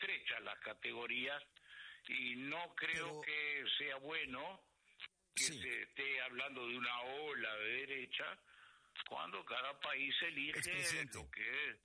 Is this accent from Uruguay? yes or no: yes; Uruguay